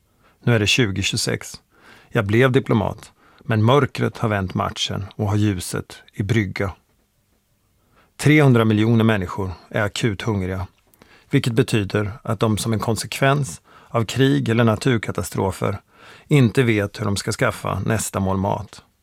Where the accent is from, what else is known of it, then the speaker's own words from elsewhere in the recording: Borensberg, Östergötland, Sweden; när jag ibland träffar honom hemma i Borensberg utanför Motala där jag växte upp.